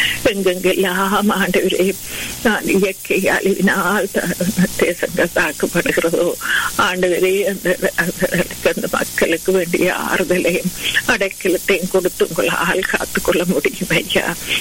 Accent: Sri Lanka; என்ன நாங்க பிறந்து வளர்ந்த தேசத்துக்காக அந்த இலங்கை தீவுக்காக உங்களை வருகிறோம்.

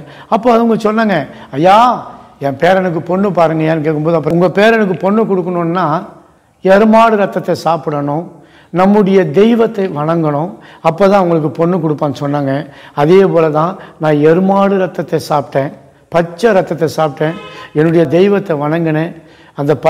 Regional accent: Tiruvannamalai, Tamil Nadu, India; என்னுடைய ஒரு சொந்த ஊர் திருவண்ணாமலை. திருவண்ணாமலை பட்டணத்தை தான் நான் வளர்ந்தேன், பிறந்தேன், அங்கே தான் இருந்தேன்.

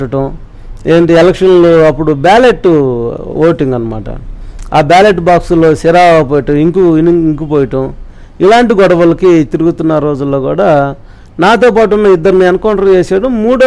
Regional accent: Andhra Pradesh, India; పొన్నూరు నుంచి 2 కిలోమీటర్లు నాలుగు, మా ఊరు రెడ్డిపురాలు

